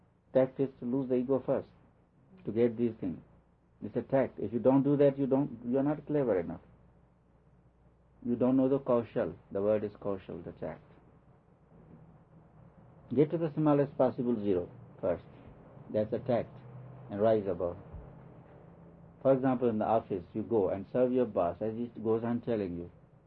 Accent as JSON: {"language": "English", "country": "India", "lives_now": "United States", "said": "Not because I'm Indian. I think I'm as good an Indian as I'm good American. I think so. 50-50 at least."}